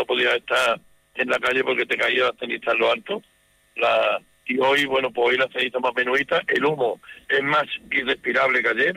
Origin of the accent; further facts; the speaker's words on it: Aznalcóllar, Andalusia, Spain; ese mensaje de tranquilidad a mi pueblo es que el Aznalcóllar en ningún momento creo que tengamos que desalojarlo